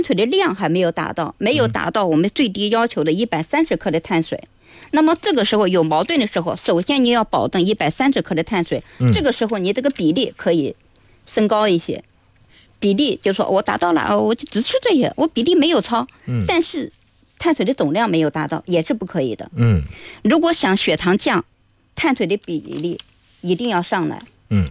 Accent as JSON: {"language": "Chinese", "country": "China", "said": "我们中国人都喜欢吃西瓜嘛"}